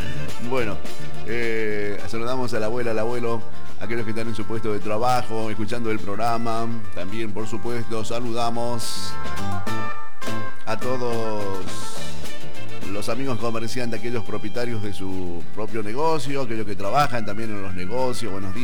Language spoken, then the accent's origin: Spanish; Argentina